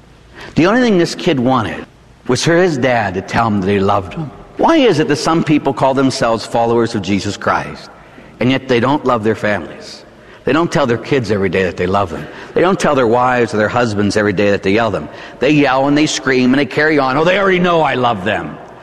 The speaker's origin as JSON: {"language": "English", "town": "Pittsburgh", "region": "Pennsylvania", "country": "United States", "tie": "born or raised there", "said": "I grew up in Pittsburgh. I'm a Pittsburgher, I say yin still."}